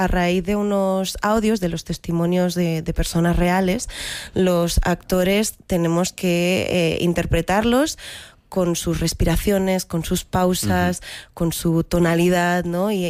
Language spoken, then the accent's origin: Spanish; Barcelona, Catalonia, Spain; born there; Yo, es cierto que yo nací aquí en España, en Barcelona, pero en casa la cultura que que he mamado ha sido la filipina.